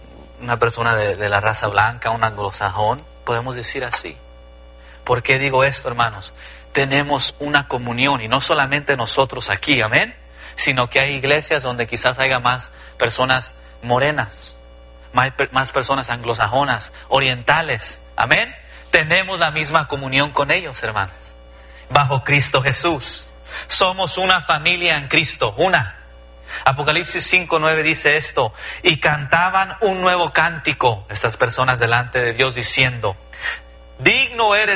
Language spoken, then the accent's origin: Spanish; Los Angeles, California, United States; yo crecí en Los Ángeles, California, y la mayoría de las personas donde, ahí en el mero sur centro de Los Ángeles, la mayoría son hispanos, la mayoría mexicoamericanos